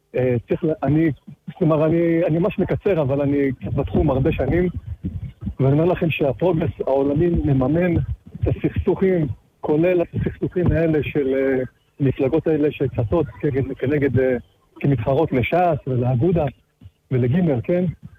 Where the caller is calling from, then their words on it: Petah Tikva, Central District, Israel; פתח תקווה.